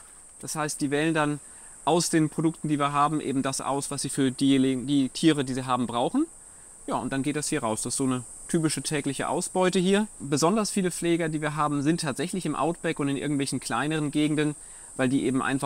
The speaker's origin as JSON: {"language": "German", "country": "Germany", "tie": "born or raised there", "moved": "yes", "lives_now": "Australia", "said": "In Deutschland bin ich ja nicht an der Küste aufgewachsen"}